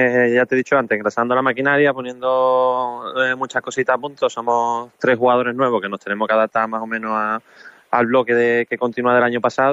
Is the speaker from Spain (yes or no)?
yes; San Fernando, Andalusia, Spain; nosotros somos de San Fernando.